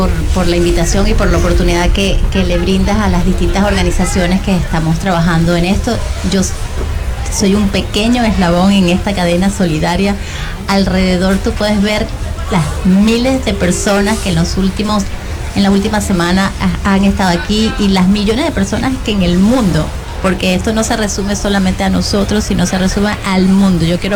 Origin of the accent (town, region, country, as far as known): Venezuela